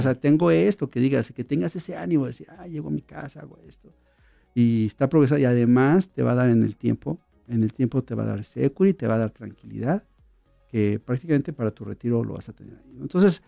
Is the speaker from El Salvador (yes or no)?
no; Mexico; En mis tiempos, cuando perdían los partidos allá, yo soy de México.